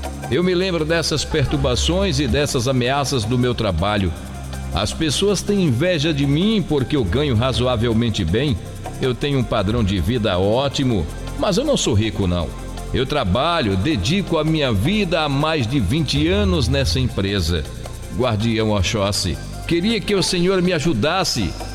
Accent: Aracaju, Sergipe, Brazil; sou de Aracaju, capital sergipana. Essa é a minha história de vida.

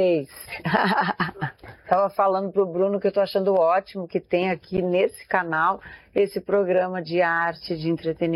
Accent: Rosário do Sul, Rio Grande do Sul, Brazil; born there; Eu nasci no Rio Grande do Sul, no Rosário do Sul.

